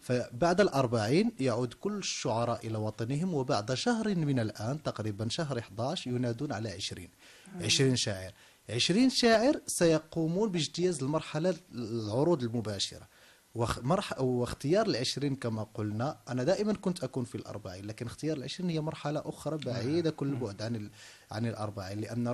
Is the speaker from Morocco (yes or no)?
yes; Morocco; وأنا ذهبت ألبس لباس مغربي